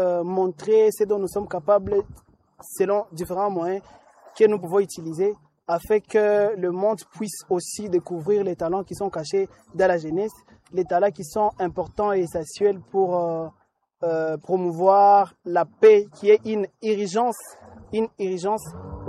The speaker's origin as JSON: {"language": "French", "town": "Butembo", "region": "North Kivu", "country": "DR Congo", "said": "ici chez nous à Ville de Butembo."}